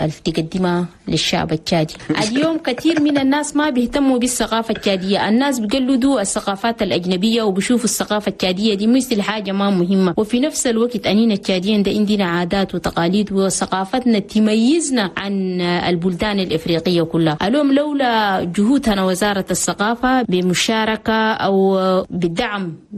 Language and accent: Arabic; Chad; بلدنا تشاد